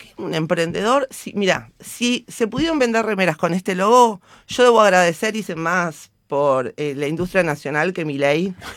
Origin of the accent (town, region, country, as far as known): Argentina